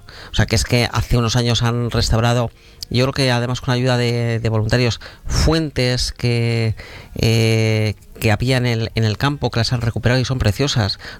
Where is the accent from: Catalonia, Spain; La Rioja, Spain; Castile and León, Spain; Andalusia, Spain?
Castile and León, Spain; Gumiel de Izán; los que somos de Gumiel